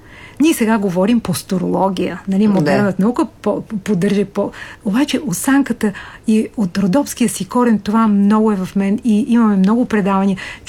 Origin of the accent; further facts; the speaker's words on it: Smolyan Province, Bulgaria; Така че аз съм родопчанка и там онзи край Девин, Смолян, Левочево, Фатово, полковник Серафимово, са ми много на сърце.